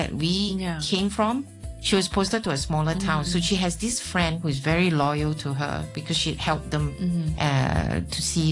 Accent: Malaysia; moved away as an adult; now in Hong Kong; I'm Malaysian still. But I love living in Hong Kong though.

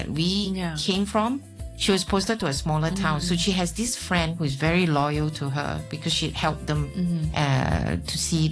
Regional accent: Malaysia; moved away as an adult; now in Hong Kong; I'm Malaysian still. But I love living in Hong Kong, though.

